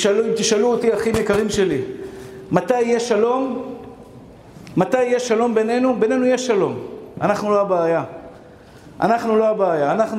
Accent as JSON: {"language": "Hebrew", "town": "Bnei Brak", "region": "Central District", "country": "Israel", "said": "אני דוס מבני ברק, אתם רואים זקן לבן, כיפה שחורה, בני ברקי"}